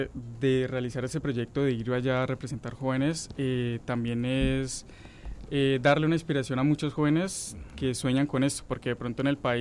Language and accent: Spanish; Puerto Gaitán, Meta, Colombia; Yo salí de Puerto Gaitán Meta.